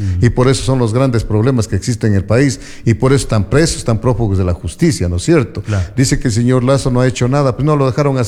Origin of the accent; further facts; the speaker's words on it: Ecuador; somos ecuatorianos y vivimos en este país